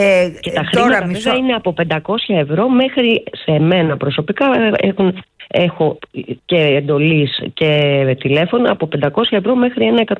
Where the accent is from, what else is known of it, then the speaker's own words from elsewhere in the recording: Greece; για εμάς που είμαστε Έλληνες